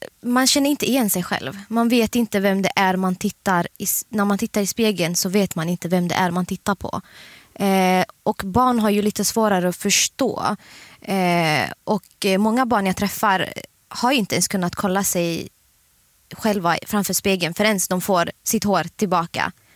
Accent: Eritrea; Dels, jag är afrikan. Jag är ursprungligen från Eritrea, så man är van vid att peruker finns i ens kretsar

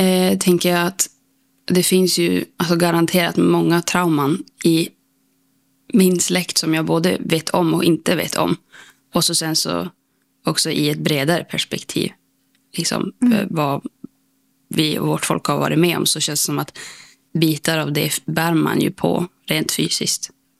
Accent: Skellefteå, Västerbotten County, Sweden; moved away as an adult; now in Umeå, Sweden; när jag växte upp i Skellefteå så tyckte jag att det var en väldigt liten stad. Och det var väldigt mycket så här, det kändes typ stundvis väldigt instängt. Och så här, alla känner alla

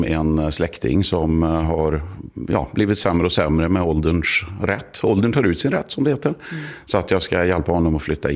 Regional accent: Sweden; moved away as an adult; also born or lived in Germany; now in England, United Kingdom; Jag är svensk, i grund och botten svensk. En gång svensk, alltid svensk. Mm. Jag tillfälligt bor utomlands bara. Sen, det är 30 år sedan jag flyttade från Sverige faktiskt. Jag flyttade först till Tyskland och sen till England.

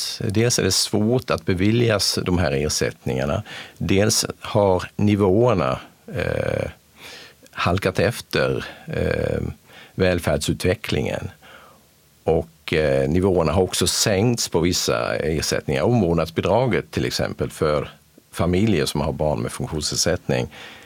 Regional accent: Sweden; det här är den viktigaste försäkringen som vi svenskar har.

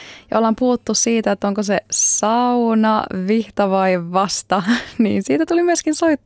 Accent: Finland; now in Stockholm, Sweden; minä olen itse käyttänyt enemmän sanaa vihta tuolta Suomen länsirannikolta, olen itse kotoisin.

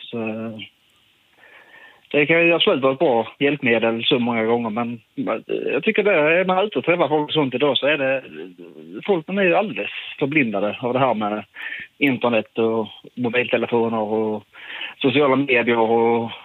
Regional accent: Sweden; Det som händer med mig, jag är ju typisk svensk, så att jag blev lite som smått irriterad.

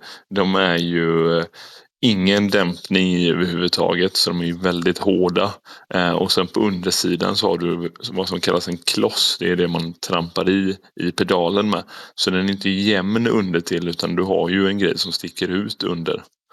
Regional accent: Kalmar, Kalmar County, Sweden; now in Gothenburg, Sweden; jag är ju ursprungligen från Kalmar, så jag har familj här som jag passar på att träffa när jag ändå är hemma.

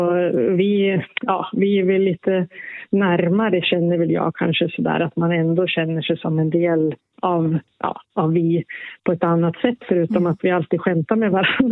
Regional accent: Sweden; also born or lived in Norway; ja, jag är ju både svensk och norsk.

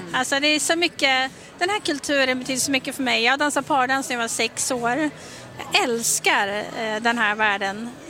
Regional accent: Umeå, Västerbotten County, Sweden; moved away; Jag är uppvuxen i Umeå.

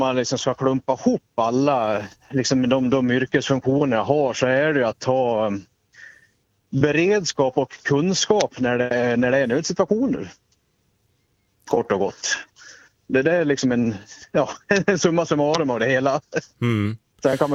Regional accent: Vansbro, Dalarna County, Sweden; hemma i Vansbro där jag kommer ifrån.

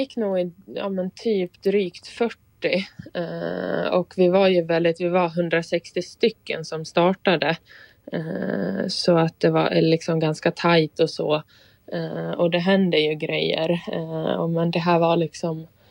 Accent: Sweden; hemma i Sverige

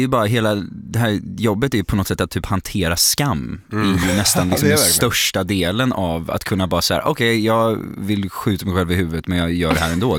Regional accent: Gothenburg, Västra Götaland County, Sweden; Hon hade missat att jag är göteborgare.

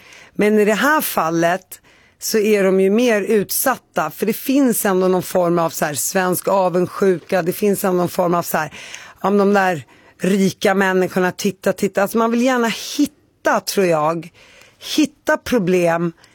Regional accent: Palestine; jag är helt palestinier, min syster är helt arab som gick där

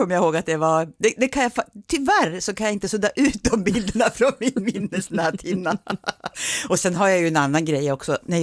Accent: Västerås, Västmanland County, Sweden; som västeråsare

